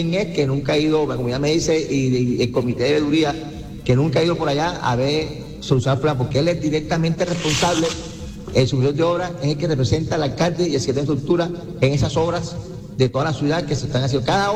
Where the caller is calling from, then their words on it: Cartagena, Bolívar, Colombia; activista cartagena. Le hablo desde acá, desde el hospital de Medellín